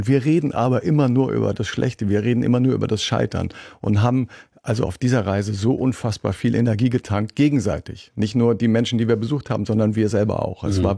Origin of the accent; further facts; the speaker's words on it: West Germany, Germany; das ist etwas, was für mich als Westdeutscher ein sehr großes Learning war in den letzten Jahren.